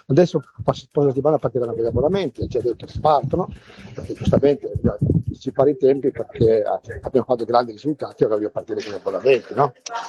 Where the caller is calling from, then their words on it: Cuneo, Piedmont, Italy; da Cuneo.